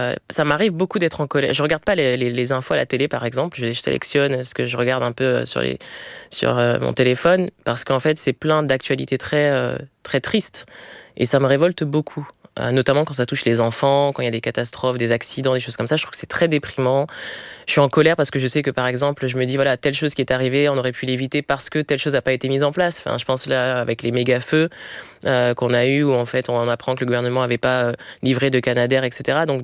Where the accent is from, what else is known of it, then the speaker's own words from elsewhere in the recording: Villiers-le-Bel, Île-de-France, France; also born or lived in Clamart; Je suis née à Clamart, mais j'ai grandi à Villers-le-Bel. Puis après, oui, pas mal de déménagement un peu partout en Île-de-France avec un point de chute dans le 77.